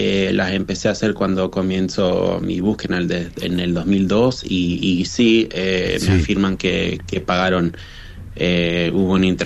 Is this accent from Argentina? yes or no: yes; Villa Gobernador Gálvez, Santa Fe, Argentina; now in Dallas, United States; Los dos crecimos en Villa Bernador Gálvez